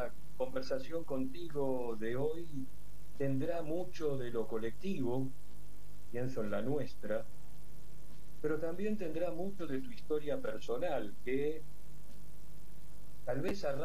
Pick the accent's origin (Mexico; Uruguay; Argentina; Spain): Argentina; Cuando las temáticas tienen que ver con cuestiones económicas, que tanto nos atraviesan como argentinos como argentinos.